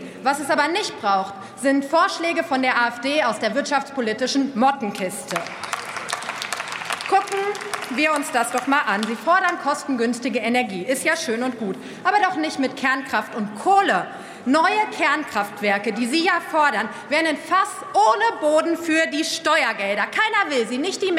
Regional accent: North Rhine-Westphalia, Germany; Ich komme selber aus Südwestfalen, einer Region, die wirklich vom industriellen Mittelstand lebt.

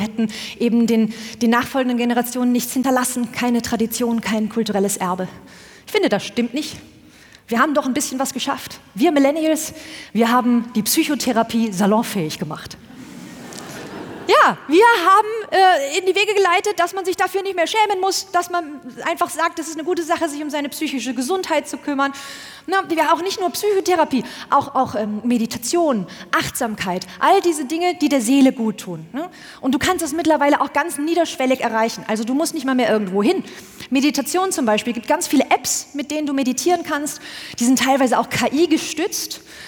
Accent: North Rhine-Westphalia, Germany; Ich komme aus Westfalen. Als wir klein waren, hat man uns Kindern immer gesagt

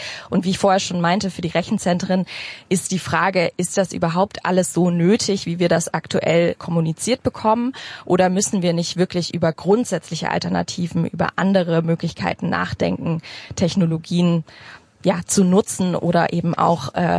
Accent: Hamburg, Germany; ich komme aus Hamburg, ich forsche auch in Hamburg.

